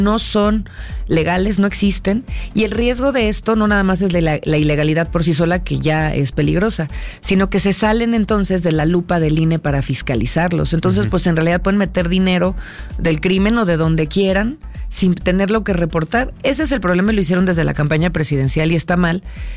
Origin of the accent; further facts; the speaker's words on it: Querétaro, Mexico; born there; En mi caso, yo nací en Querétaro. Creo que represento lo mejor de los dos mundos queretanos, que son quienes nacimos ahí, que sentimos mucho orgullo